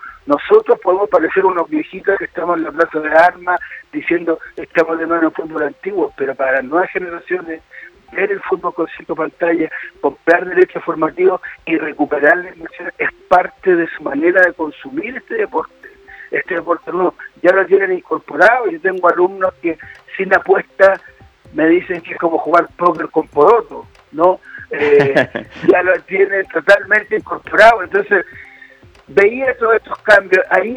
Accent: Chile; moved away as an adult; also born or lived in Argentina; yo vivía en Argentina, escribía sobre la selección argentina en Clarín, pero todos sabían que era chileno

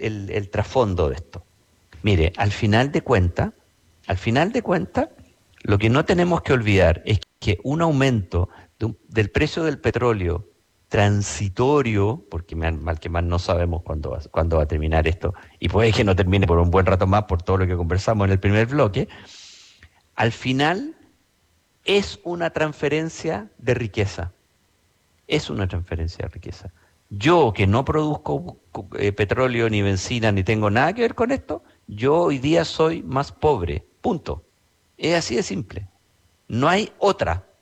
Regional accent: Chile; Si nosotros hoy día hemos transferido como chilenos, 2.500 millones de dólares más

